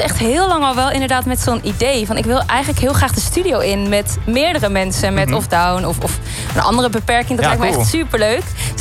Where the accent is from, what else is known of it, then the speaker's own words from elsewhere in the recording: Doetinchem, Gelderland, Netherlands; moved away; Ik kom uit de Achterhoek.